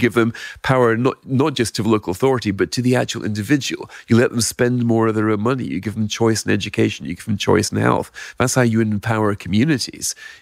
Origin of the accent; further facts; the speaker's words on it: Scotland, United Kingdom; Now, as a Scot, I've heard this before.